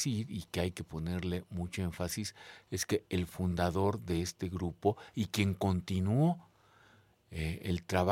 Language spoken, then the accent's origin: Spanish; Mexico; así somos los mexicanos